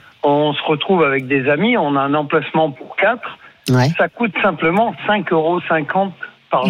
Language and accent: French; Auvergne-Rhône-Alpes, France; Je suis originaire d'Auvergne, je connais quelques spots qui sont assez sympas.